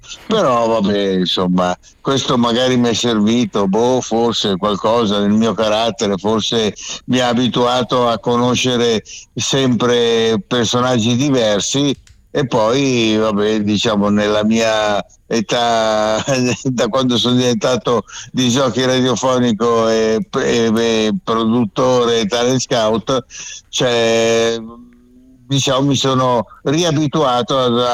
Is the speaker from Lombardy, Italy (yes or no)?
yes; Milan, Lombardy, Italy; also born or lived in Ceggia, Veneto; è venuto a Milano. Io avevo un anno, quindi praticamente sono veneto di nascita, però praticamente la mia educazione l'ho ricevuta, insomma, ho imparato a stare a questo mondo a Milano.